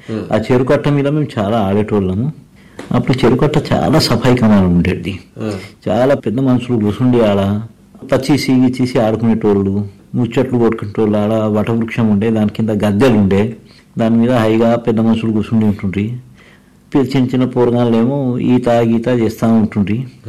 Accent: Adilabad, Telangana, India; born there; నేనైతే ఈయనే పుట్టినా. నేను పుట్టింది ఆదిలాబాద్లోనే.

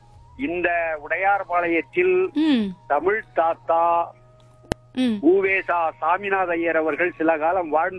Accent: Udayarpalayam, Tamil Nadu, India; எங்கள் ஊருடைய அடையாளம் பழனீஸ்வரர் ஆலயம் என்ற சிவன் கோயில்.

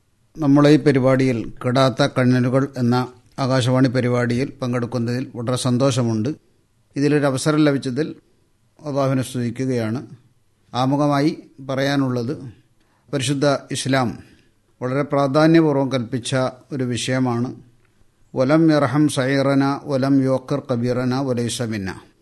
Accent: Lakshadweep, India

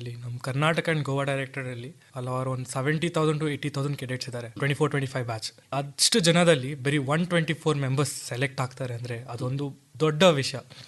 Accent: Mysore, Karnataka, India; ನಾನು ಹುಟ್ಟಿ ಬೆಳೆದಿದ್ದು ಮೈಸೂರಲ್ಲೇ, ಇವಾಗಲೂ national institute of engineering college ಮೈಸೂರಲ್ಲಿ ನನ್ನ ಎಲೆಕ್ಟ್ರಾನಿಕ್ಸ್ ಅಂಡ್ ಕಮ್ಯುನಿಕೇಶನ್ ನಾನು ಓದ್ತಾ ಇದ್ದೀನಿ.

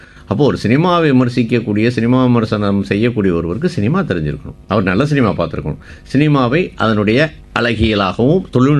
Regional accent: Madurai, Tamil Nadu, India; என்னுடைய சொந்த ஊர் மதுரை.

